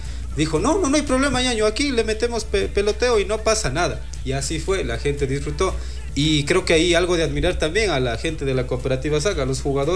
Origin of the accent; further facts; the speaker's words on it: Ecuador; decir que somos ecuatorianos